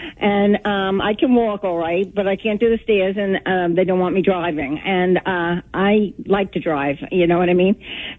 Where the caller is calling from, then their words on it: Toms River, New Jersey, United States; I'm calling from Tom's River.